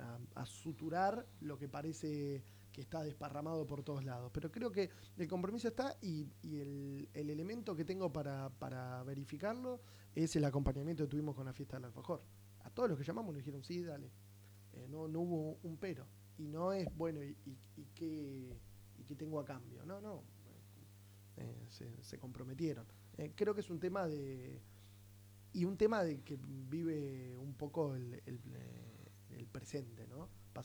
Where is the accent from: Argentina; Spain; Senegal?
Argentina; San Bernardo, Buenos Aires Province; para los que somos de San Bernardo